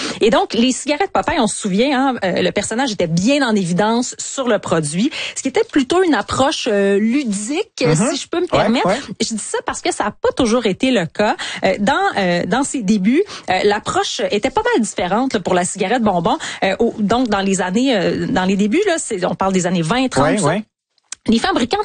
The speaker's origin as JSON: {"language": "French", "country": "Canada", "said": "chez nous au Canada"}